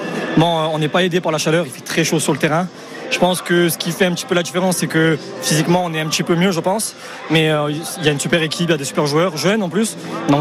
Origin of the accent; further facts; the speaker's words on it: Corsica, France; chez moi en Corse